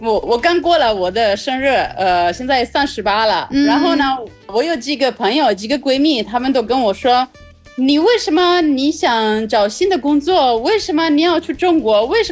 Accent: Italy; Chinese is a second language; 我们意大利那边有很多可能30岁还没有到40岁，他们已经觉得哦，我就这样吧，我就到这儿了。

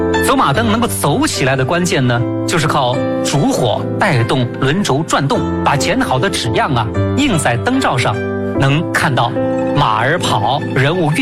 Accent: China; 我们中国人

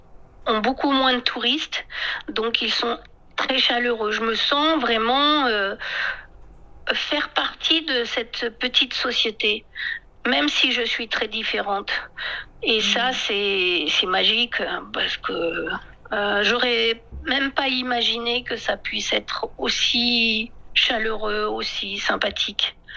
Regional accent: France; now in China

